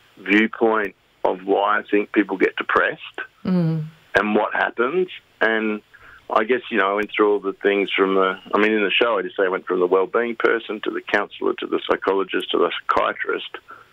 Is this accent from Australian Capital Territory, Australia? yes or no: yes; Canberra, Australian Capital Territory, Australia; moved away; I was born on Ngunnawal country, so it's pretty special for me to come back and do my show here.